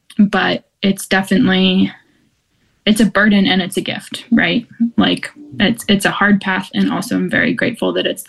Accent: Durham, North Carolina, United States; I am from Durham, grew up in Durham. I live close to the school

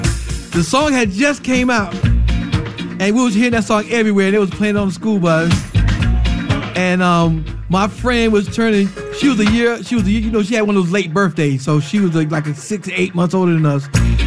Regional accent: United States; born or raised there

